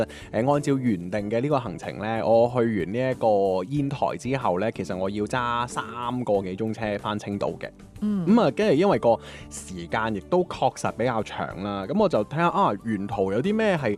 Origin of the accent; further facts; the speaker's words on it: Guangdong, China; 我哋廣東人